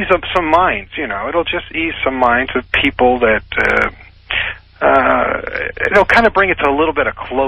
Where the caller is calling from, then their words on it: Santa Monica, California, United States; I'm calling from Santa Monica.